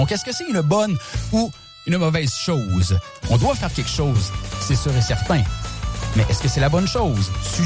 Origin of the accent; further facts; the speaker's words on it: Canada; chez nous, au Canada